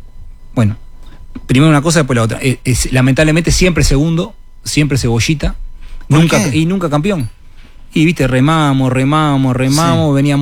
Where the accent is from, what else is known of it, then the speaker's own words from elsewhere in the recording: Montevideo, Uruguay; Nosotros nacimos en Malvin Norte.